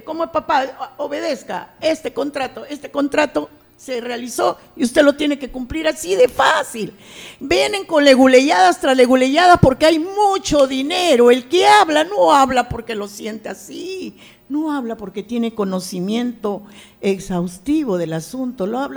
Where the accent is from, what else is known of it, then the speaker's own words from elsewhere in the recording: Chiclayo, Lambayeque, Peru; ¿Cuántos de ellos serán de Chiclayo? ¿Cuántos de ellos les interesará mi terruño?